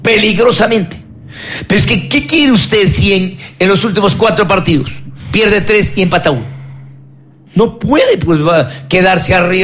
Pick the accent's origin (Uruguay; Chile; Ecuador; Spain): Ecuador; Paute, Azuay; Yo soy de Bulán Paute, orgullosamente la tierra más hermosa del mundo